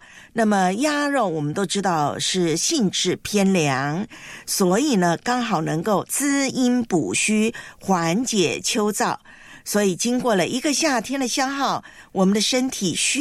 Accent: Taiwan; moved away; 我的老家台湾

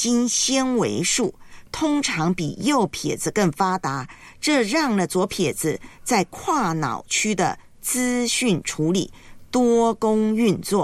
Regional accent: Taiwan; moved away; 在老家台湾就很喜欢看棒球比赛，我从小都是看着棒球比赛长大的。

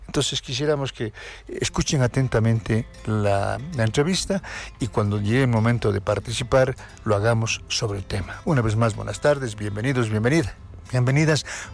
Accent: Bolivia

